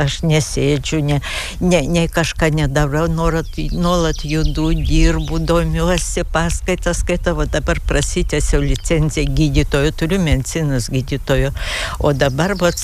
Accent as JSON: {"language": "Lithuanian", "town": "Mažeikiai", "region": "Telšiai County", "country": "Lithuania", "tie": "born or raised there", "moved": "yes", "said": "aš esu iš Žemaitijos, kilusi nuo Mažeikių ir tikrai irgi turėjom ir namelį gražų, ir aplinką gražą, ir sodą daržą, ir upelį, kas tik nori."}